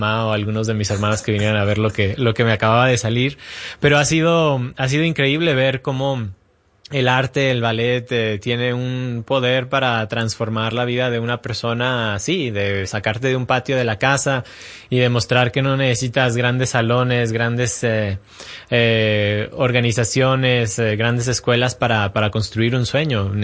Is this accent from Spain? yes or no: no; Mexico; es algo bien, bien especial porque como mexicano desde niño, cuando empecé a viajar